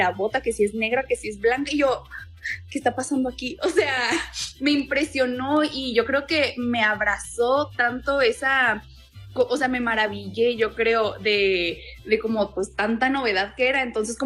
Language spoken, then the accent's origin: Spanish; Mexico; soy mexicana